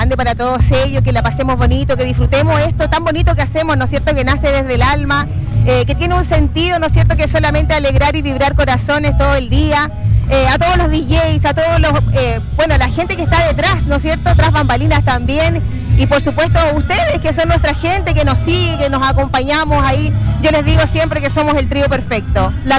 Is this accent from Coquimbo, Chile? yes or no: yes; Chillepín, Coquimbo, Chile; now in Coquimbo, Chile; Chillepín, yo vengo de Chillepín.